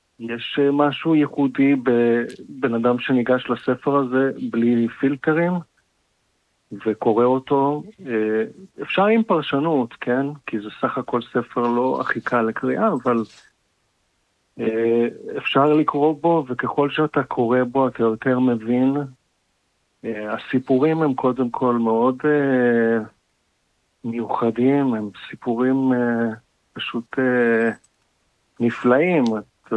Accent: Ramat HaSharon, Tel Aviv District, Israel; חילונית, גדלתי ברמת השרון

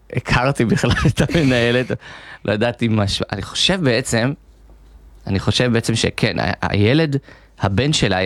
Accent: Karmiel, Northern District, Israel; אני גדלתי בקרמיאל, בשכונה המערבית, והלכתי לבית ספר שקוראו לו בית ספר אלון, בית ספר יסודי

